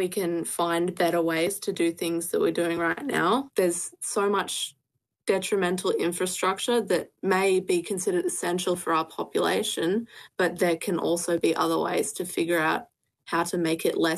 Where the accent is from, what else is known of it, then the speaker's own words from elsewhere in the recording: Sydney, New South Wales, Australia; moved away as an adult; now in Tamworth, Australia; I grew up in South Sydney. I was born there, raised there, and it was only a year after writing this piece I actually moved to Tamworth, which is pretty much the centre of Gamilaroi land.